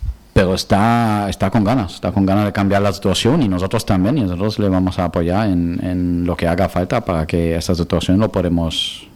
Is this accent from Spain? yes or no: yes; Balearic Islands, Spain; Hay que levantarse, somos baleares que ya sabemos cómo es caer y levantarse